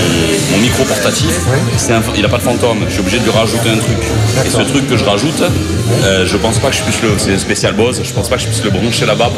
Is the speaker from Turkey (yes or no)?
no; Occitanie, France; Moi, je viens du Gard, exactement, à côté des Cévennes, pour ceux qui sont pointus